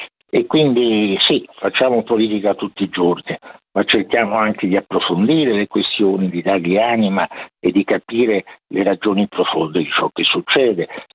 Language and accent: Italian; Rome, Lazio, Italy; io sono un romano, non è un termine dispregiativo, Roma è la capitale.